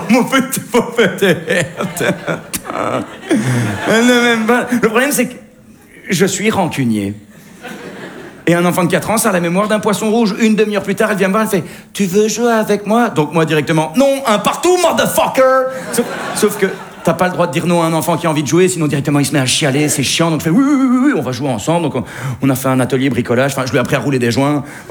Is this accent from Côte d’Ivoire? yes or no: no; Belgium; Oh, ça va, je sais de quoi je parle, je viens de Belgique.